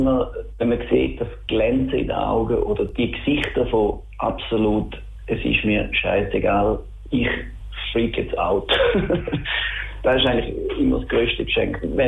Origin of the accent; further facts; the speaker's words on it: Schaffhausen, Switzerland; accent: Schaffhausen dialect; moved away as an adult; now in Zurich, Switzerland; der Bezug auf Schaffhausen ist natürlich da, weil das unsere Kindheit ist, unsere Jugendzeit, wir angefangen haben dort Musik zu machen. Das ist schon ein Stück Heimat.